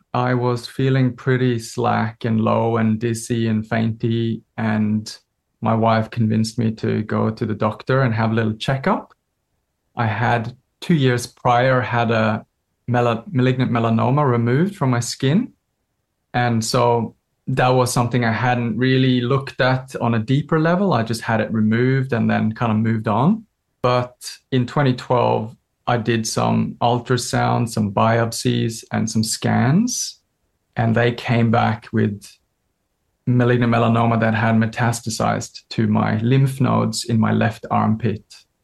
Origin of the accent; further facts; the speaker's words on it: Norway; moved away as an adult; now in Australia; I'm from Norway, but have lived in Australia since 2002.